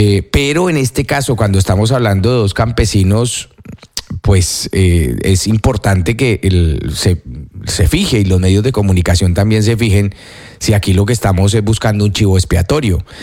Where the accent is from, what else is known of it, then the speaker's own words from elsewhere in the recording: Tolima, Colombia; El problema es que, como yo soy del Tolima, imagínese que una de estas personas fuera un familiar mío.